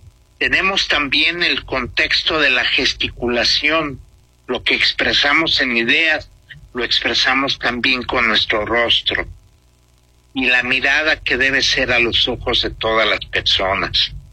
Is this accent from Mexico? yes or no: yes; Mexico; now in Xalapa, Mexico; nos han recibido de una manera extraordinaria como mexicanas y mexicanos.